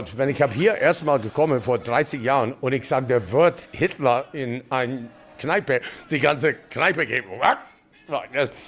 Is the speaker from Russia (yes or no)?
no; Canada; German is a second language; now in Germany; ich als Kanadier, scheißegal, ich bin hier so lang